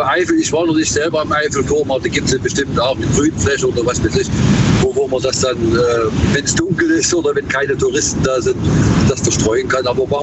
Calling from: Fellbach, Baden-Württemberg, Germany; Hier, Fellbach.

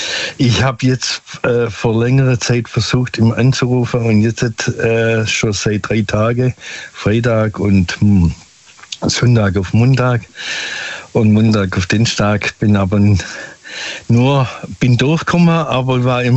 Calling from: Stuttgart, Baden-Württemberg, Germany; Vom Großraum Stuttgart.

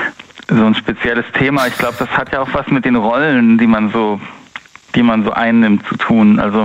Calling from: North Rhine-Westphalia, Germany; Ich komme aus dem Rhein-Sieg-Kreis.

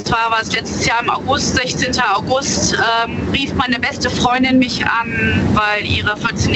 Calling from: Hennef, North Rhine-Westphalia, Germany; Hennef. Ich komme aus Hennef.

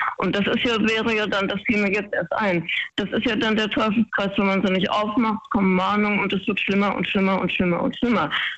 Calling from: Baden-Württemberg, Germany; Aus der Ecke Schwarzwald.

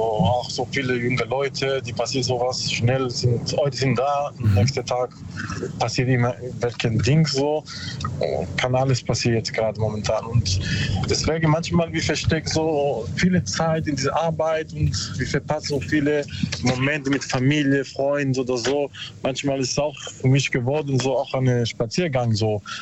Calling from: Bruchsal, Baden-Württemberg, Germany; Karlsruhe, Bruchsal so.

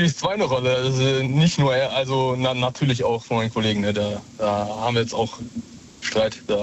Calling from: Dortmund, North Rhine-Westphalia, Germany; Ich komme aus Dortmund.

